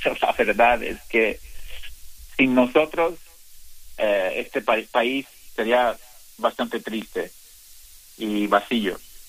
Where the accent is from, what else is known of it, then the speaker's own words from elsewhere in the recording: Mexico; siendo mexicano, siendo indígena del Valle Central